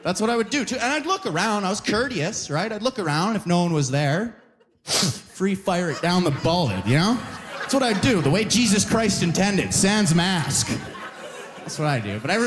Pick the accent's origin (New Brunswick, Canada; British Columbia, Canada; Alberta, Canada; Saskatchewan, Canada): Alberta, Canada; now in Ontario, Canada; I lost 3 friends just because I'm from Alberta. You know what I mean?